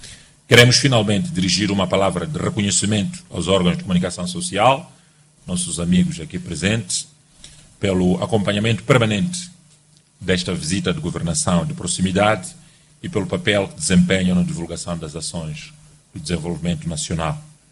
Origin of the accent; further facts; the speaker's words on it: Mozambique; Nós, moçambicanos